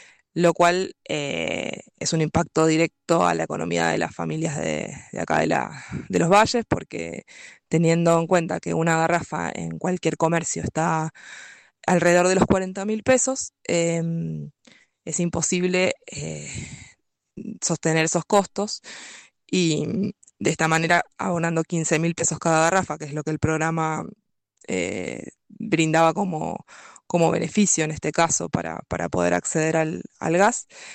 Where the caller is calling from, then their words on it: Mendoza, Argentina; yo soy vecina de Las Carditas.